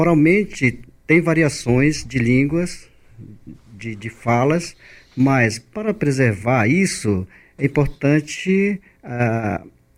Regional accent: Maranhão, Brazil; first language Guajajara; Portuguese is a second language

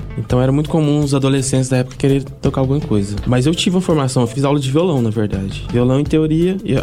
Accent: Brazil; Pô, eu sou do interior, né? Eu sou da cidade de Séries.

